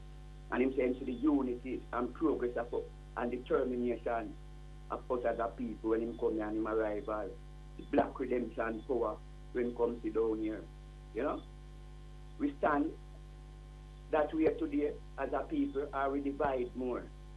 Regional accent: Jamaica; we are Jamaican.

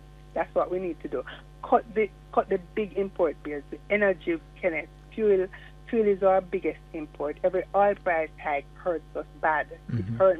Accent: Jamaica

